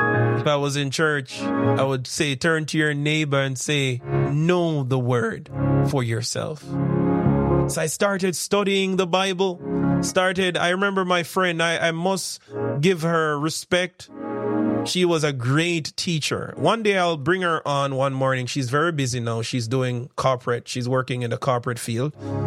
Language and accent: English; Jamaica; also born or lived in Richmond Park, Kingston; I'm from St. John's Road.